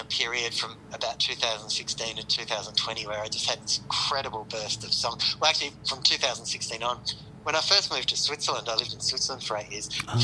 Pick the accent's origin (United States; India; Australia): Australia; moved away as an adult